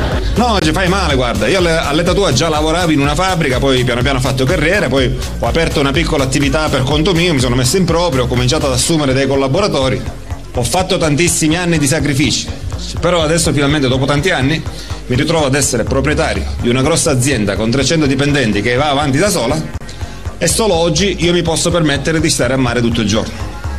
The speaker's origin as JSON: {"language": "Italian", "region": "Sicily", "country": "Italy", "said": "Io sono siciliano, non so se vi hanno avvisato. Quando la gente sente dire che sono siciliano, mi sento ripetere sempre la stessa cosa."}